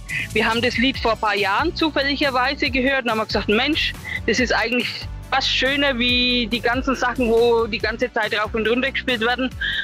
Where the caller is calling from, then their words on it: Ansbach, Bavaria, Germany; Aus Ansbach.